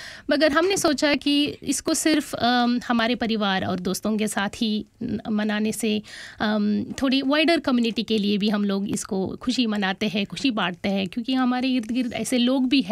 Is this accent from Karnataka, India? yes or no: yes; Karnataka, India; Hindi is a second language; now in Australia; वैसे मैं south India से बिलोंग करती हूँ, मगर ठीक ठाक हिंदी बोल लेती